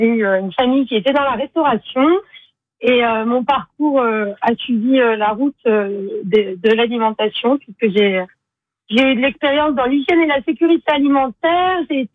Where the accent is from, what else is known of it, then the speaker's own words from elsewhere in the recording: Grand Est, France; moved away as an adult; now in Pays de Savoie, France; je suis originaire d'Alsace et je suis arrivée dans la région pour une saison